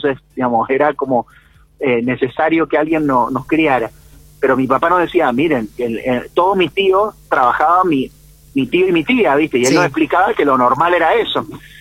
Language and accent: Spanish; Mendoza, Argentina